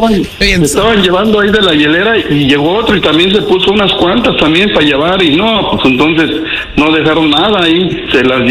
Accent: Tepatitlán, Jalisco, Mexico; De Los Altos, mi preciosa Tapatía.

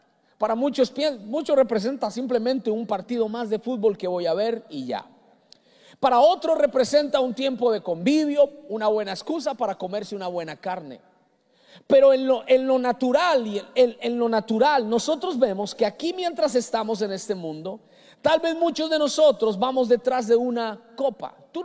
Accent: Colombia; Yo soy colombiano y a los de Colombia nos dijeron, usted van a, muchos dijeron, usted va a ganar la copa.

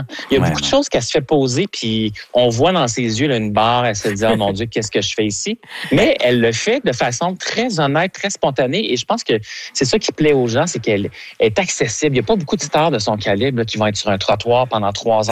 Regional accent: Quebec, Canada; on l'aime, on est Québécois, on veut qu'elle réussisse, ça nous énerve.

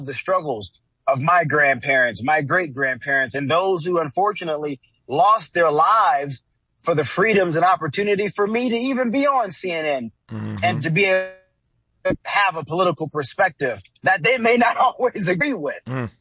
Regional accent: Southern United States, United States; You know, I grew up in the South.

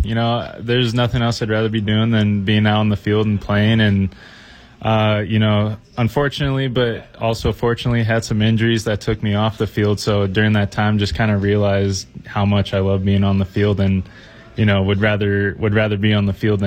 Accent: California, United States; Yeah, I was born and raised in the Bay Area, so, you know, grew up becoming an A's fan

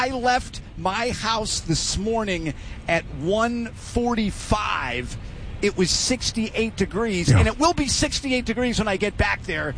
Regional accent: Midwest, United States; also born or lived in Portland, Maine; But I grew up in the Midwest in a non-air conditioning culture, and I suffered.

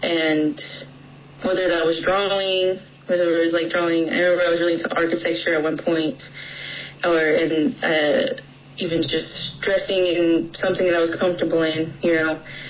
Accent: Leupp, Arizona, United States; also born or lived in Second Mesa; I'm from Loop, so not too far down the road from Hopi. I'm Hopi and Navajo. I'm from Second Mesa, from Sapulpe

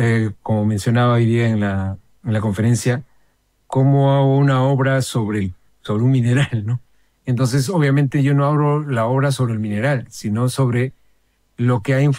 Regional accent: Peru; Por ejemplo, en mi país, en el Perú, ¿no?

